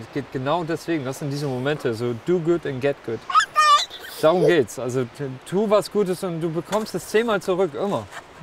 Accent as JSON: {"language": "German", "area": "Friesland", "region": "Lower Saxony", "country": "Germany", "said": "wir kommen beide aus Friesland, wir sind hier heimisch"}